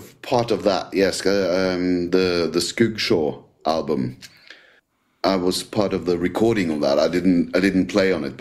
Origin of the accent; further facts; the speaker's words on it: Norway; I'm from Norway